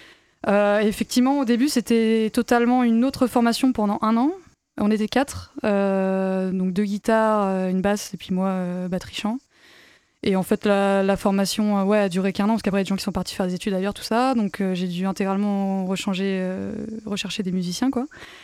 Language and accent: French; Saint-Nazaire, Pays de la Loire, France; also born or lived in Montpellier / Nantes; Alors moi, je suis originaire de Saint-Nazaire.